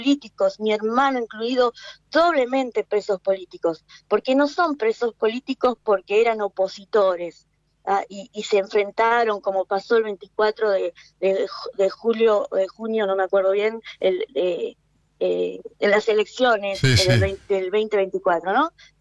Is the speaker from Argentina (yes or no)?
yes; Argentina; Yo soy argentina, tengo toda mi familia es argentina y nos sentimos abandonados, ¿no?